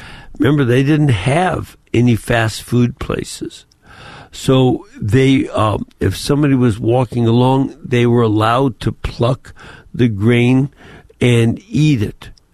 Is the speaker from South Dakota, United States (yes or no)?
no; Chicago, Illinois, United States; When I grew up in Chicago, the stores were all closed on Sunday.